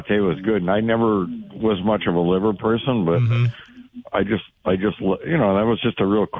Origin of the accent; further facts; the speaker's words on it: Milwaukee, Wisconsin, United States; I come from Hard Roll City around Milwaukee